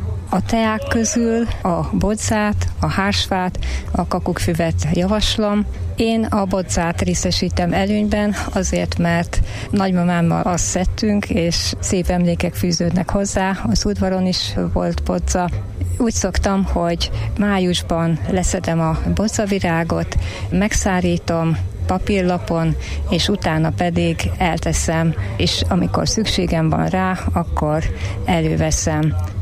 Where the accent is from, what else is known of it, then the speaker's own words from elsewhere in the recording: Hungary; ha már magyarok vagyunk